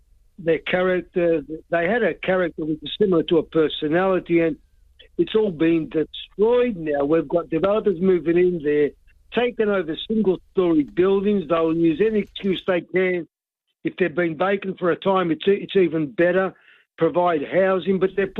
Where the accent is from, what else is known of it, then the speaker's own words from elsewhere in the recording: Melbourne, Victoria, Australia; as a kid growing up in Melbourne